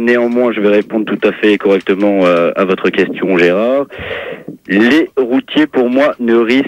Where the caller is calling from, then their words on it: Nanterre, Île-de-France, France; J'appelle de Nanterre.